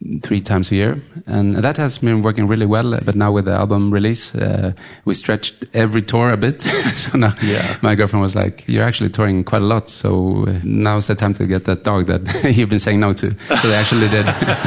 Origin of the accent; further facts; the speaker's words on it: Gothenburg, Västra Götaland, Sweden; English is a second language; For us kids, we grew up in Sweden, so we don't know anything else in a way.